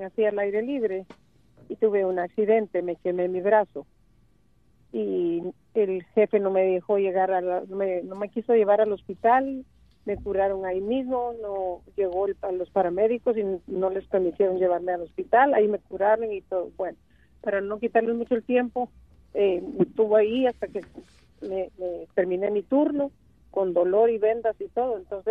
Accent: Guatemala; Me gustaría averiguar qué puedo hacer, si me tengo que regresar a mi país. Yo soy de Guatemala.

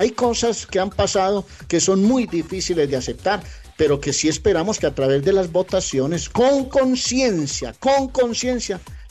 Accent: Colombia; Es que está en mi tierra. Esta es mi tierra, y créame, Patojo, que le hablo como colombiano

